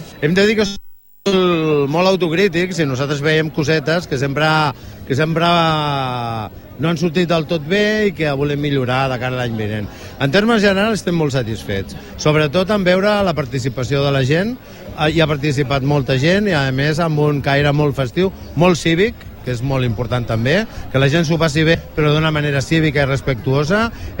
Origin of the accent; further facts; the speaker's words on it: Sant Boi de Llobregat, Catalonia, Spain; Els que som de Sant Boi som molt, molt sambollans i sambollanes.